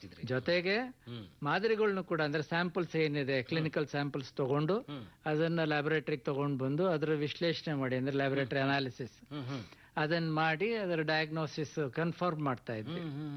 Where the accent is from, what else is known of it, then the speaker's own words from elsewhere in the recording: Bangalore, Karnataka, India; also born or lived in Chikka Hejjaji, Doddaballapur taluk / Belgaum; ನಾನು actually ಬೆಂಗಳೂರಿನವನು, Bengaluru district ಅಲ್ಲಿ ಚಿಕ್ಕ ಹೆಜ್ಜಾಜಿ ಅಂತ ದೊಡ್ಡಬಳ್ಳಾಪುರ ತಾಲೂಕಿನಿಂದ ನಾನು ಹುಟ್ಟಿ ಬೆಳೆದಿರೋದು. ಆದರೂ ಕೂಡ ನಗರದಲ್ಲಿನೇ ನಂದು ಬೆಳವಣಿಗೆ ಎಲ್ಲ, ನನ್ನ ಚೈಲ್ಡ್ಹುಡ್ ಆಗಲಿ ಕಾಲೇಜ್ ಡೇಸ್ ಅಲ್ಲಿ ಎಲ್ಲಾನು ಇಲ್ಲೇ ಕಳೆದಿರೋದು.